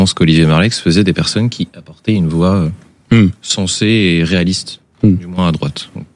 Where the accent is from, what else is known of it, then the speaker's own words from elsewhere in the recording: Normandy, France; Mais moi je suis normand, donc je suis pas corse. Hein, il fait un petit peu plus de pluie chez moi.